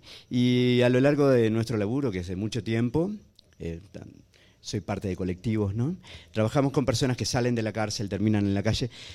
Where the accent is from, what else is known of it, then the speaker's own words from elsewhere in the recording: Uruguay; Sí, las radios locas en Uruguay. Yo vengo de Uruguay